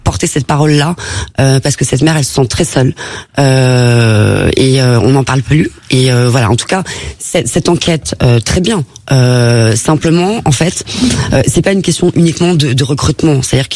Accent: Paris, Île-de-France, France; moi je suis parisienne justement.

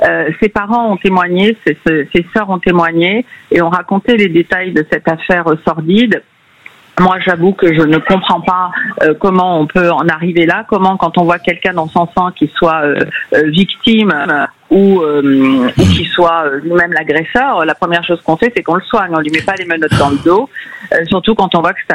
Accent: France; moi, je suis française et je crois en l'universalité, en l'universalisme

